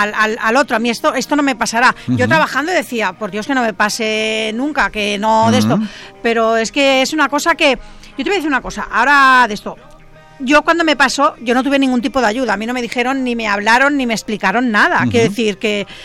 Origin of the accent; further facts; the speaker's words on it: L'Hospitalet de Llobregat, Catalonia, Spain; Yo nací en Hospitalet y me crié hasta los 18 años en Santuralia.